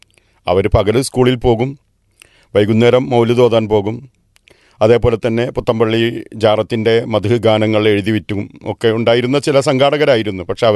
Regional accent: Maranchery, Kerala, India; 64 പൂർത്തിയായി കഴിഞ്ഞു. 1962 ജനനം. അന്നൊരു മാറഞ്ചേരിയിലെ താമലശ്ശേരി എന്ന് പറയുന്ന ഒരു ഏരിയ, ഒരു കുഗ്രാമം എന്ന് പറയാം, അവിടെയാണ് എൻ്റെ ജനനം.

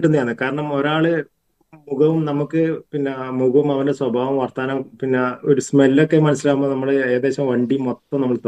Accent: Pazhayangadi, Kerala, India; ഞങ്ങളുടെ നാട്ടിലൊരു പഴയങ്ങാടി

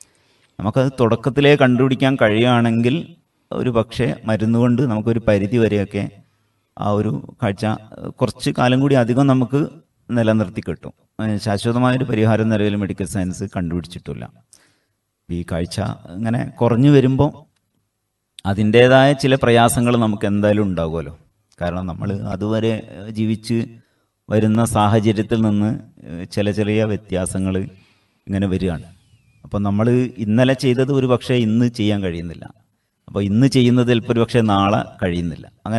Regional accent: Palakkutty, Kerala, India; now in Cheruvadi, India; അതായത് ഞാൻ ജനിച്ച് വളർന്ന സ്ഥലം കോഴിക്കോട് ജില്ലയിലെ കൊടുവള്ളി എന്ന് പറഞ്ഞ സ്ഥലത്തിനടുത്തുള്ള പാലക്കുറ്റി എന്ന സ്ഥലത്താണ്.

